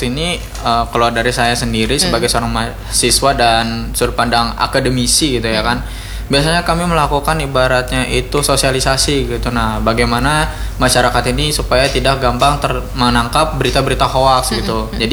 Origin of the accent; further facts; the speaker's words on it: Banjarmasin, South Kalimantan, Indonesia; kita orang Banjarmasin